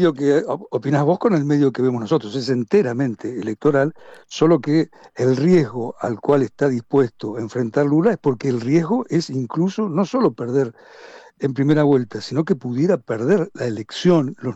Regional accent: Argentina; Te lo digo como argentino

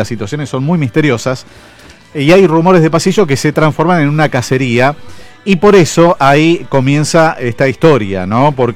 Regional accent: Argentina

